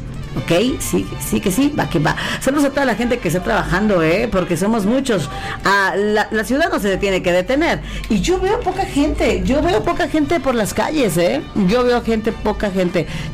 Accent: Mexico; yo bien mexicana

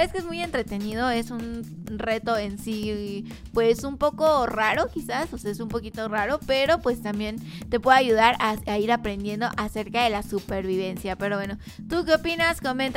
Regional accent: Zamora, Michoacán, Mexico; somos zamoranos.

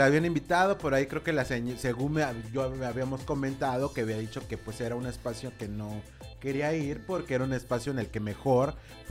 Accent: Mexico

